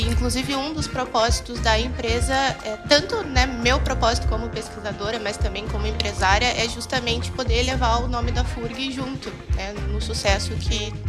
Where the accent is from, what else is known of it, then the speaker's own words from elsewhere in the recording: Rio de Janeiro, Brazil; now in Rio Grande, Brazil; Não, eu sou do Rio de Janeiro, mas estou aqui em Rio Grande desde 2018.